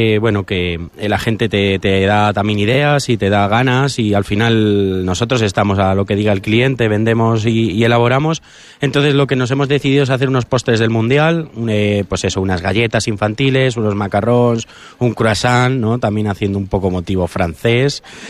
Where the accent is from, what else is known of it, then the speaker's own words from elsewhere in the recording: Spain; y bueno, por lo menos como buen español celebrarlo con una fiesta.